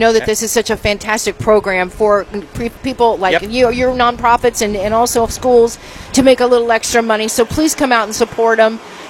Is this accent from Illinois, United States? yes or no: no; Knightstown, Indiana, United States; I grew up in Knightstown